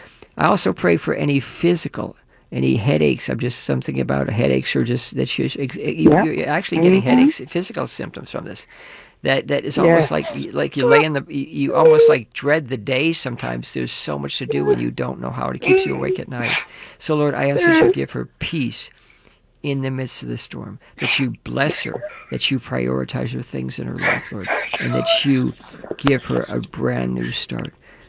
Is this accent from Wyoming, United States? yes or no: no; Levittown, New York, United States; born there; moved away; I grew up in Levittown for a while